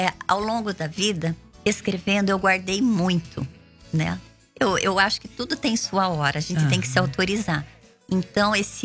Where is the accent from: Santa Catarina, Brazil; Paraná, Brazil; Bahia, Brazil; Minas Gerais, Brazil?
Paraná, Brazil; Telêmaco Borba; É a cidade onde eu nasci, é aqui onde eu aprendi a escrever, onde eu dei meus primeiros passos.